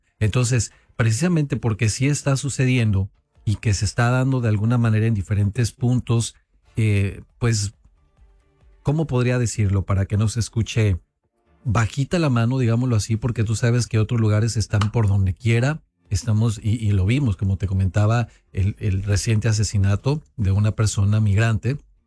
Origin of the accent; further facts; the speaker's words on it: Mexico; now in Omaha, United States; si yo como mexicano